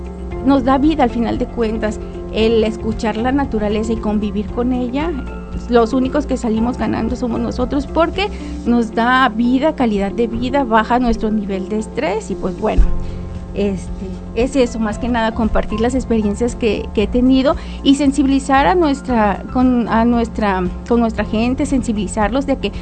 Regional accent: San José de Costilla, Jalisco, Mexico; now in Tepic, Mexico; Soy de San José de Costilla, municipio de Jalisco, y también mi familia es de por allá, de por el Cuarenteño.

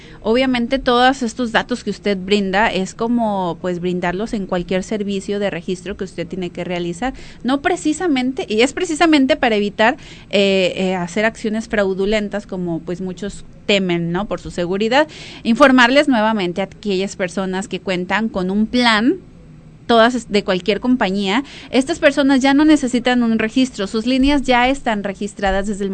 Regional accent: Mexico; ¿por qué nos tienen catalogados así a los mexicanos?

